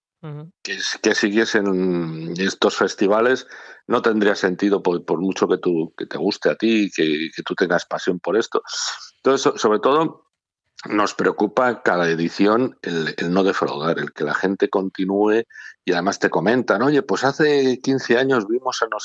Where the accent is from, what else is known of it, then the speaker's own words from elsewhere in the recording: Peñaranda de Bracamonte, Castile and León, Spain; born there; zamorano soy de adopción y obviamente, como digo, ciudadano del mundo. Pero yo nací en Peñaranda de Bracamonte.